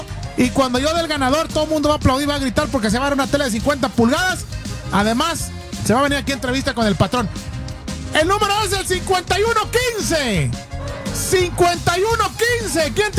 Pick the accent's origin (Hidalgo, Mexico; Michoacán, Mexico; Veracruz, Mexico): Michoacán, Mexico; Zamora; ¡soy michoacano, señores! ¡Nacido y criado en Zamora!